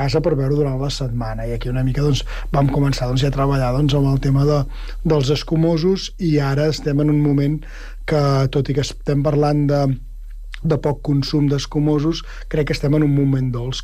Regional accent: Catalonia, Spain; nosaltres som del Penedès i el Penedès és terra de bombolles

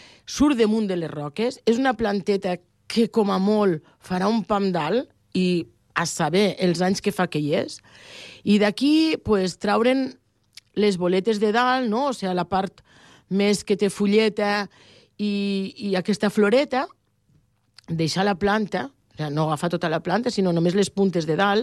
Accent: Algerri, Catalonia, Spain; Jo sóc d'Algerri, les tinc allí molt a mà

